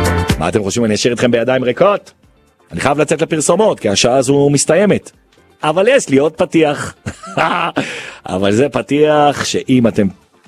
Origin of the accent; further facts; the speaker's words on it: Jerusalem, Jerusalem District, Israel; כי אני ירושלמי גאה